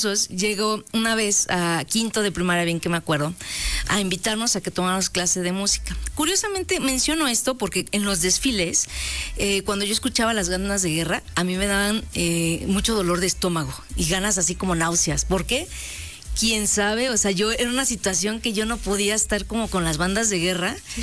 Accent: Mexico

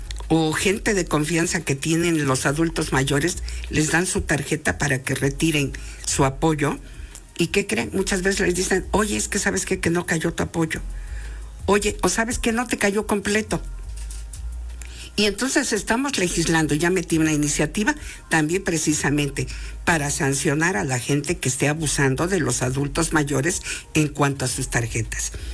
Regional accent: San Diego Acapulco, Puebla, Mexico; yo que emano de y soy de la Junta Auxiliar de San Diego Acapulco, pues esa parte es arenosa

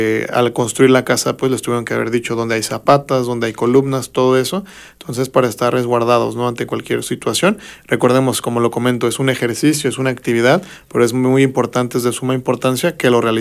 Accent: Mixteca, Mexico; como mexicanos y también pues como acatecos, ¿no? Que como mixtecos, que es nuestra región

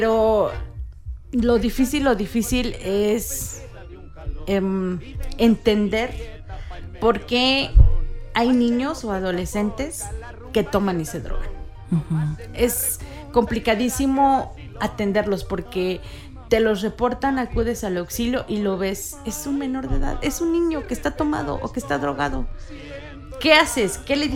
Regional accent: Teziutlán, Puebla, Mexico; yo soy de aquí de Teziutlán.

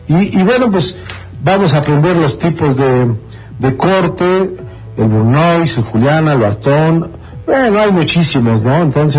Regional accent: Mexico; que nosotros como buenos mexicanos, uh-huh, cuando nos aventamos a poner un negocio

